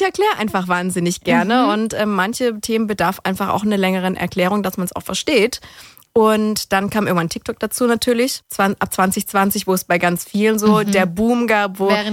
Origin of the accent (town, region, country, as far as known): Ulm, Baden-Württemberg, Germany; now in Kornwestheim, Germany